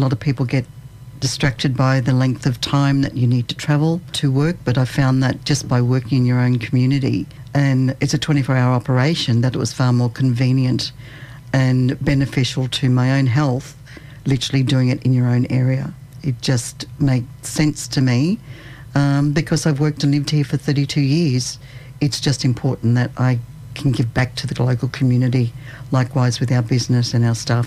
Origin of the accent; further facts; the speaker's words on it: Queensland, Australia; moved away as an adult; now in Sydney, Australia; I'm from Queensland, proud of it as well too